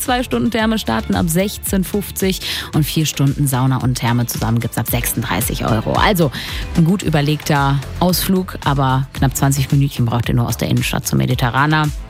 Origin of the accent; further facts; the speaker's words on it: Refrath, North Rhine-Westphalia, Germany; Lustigerweise war das früher mal unser Familienbad. Ich komme nämlich aus Refrath.